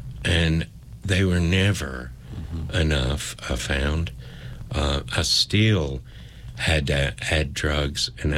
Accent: Kingsport, Tennessee, United States; I grew up in Kingsport, Tennessee. I left and got a job, went to college and all that for several years, and ended up coming back, kind of like a full circle.

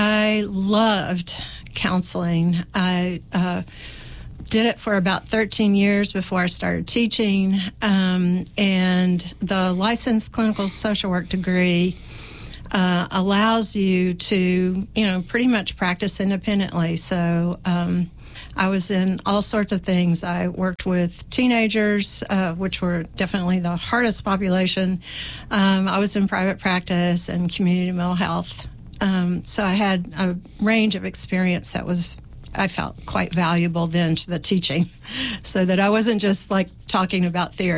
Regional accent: Abingdon, Virginia, United States; Well, I am one of those rare birds, an Abingdon native, and I lived here until I was 18, went off to college, and then moved back when I was 36.

